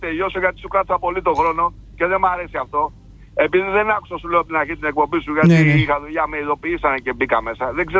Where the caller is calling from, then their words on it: London, United Kingdom; Και όχι μόνο εγώ που … από το Λονδίνο, αλλά και πολλοί άλλοι φίλοι.